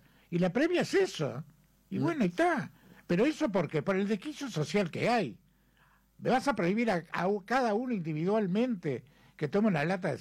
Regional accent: Uruguay; porque somos uruguayos, como dice la visa.

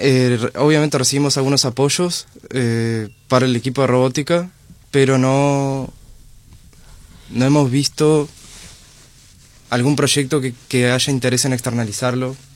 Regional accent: Uruguay; Yo soy del Cerro Marco.

